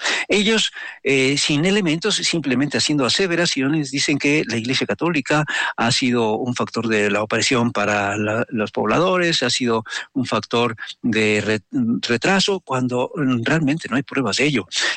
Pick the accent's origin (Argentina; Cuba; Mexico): Mexico